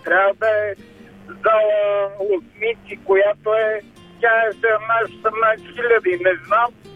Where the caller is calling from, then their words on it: Sofia, Sofia City, Bulgaria; от София.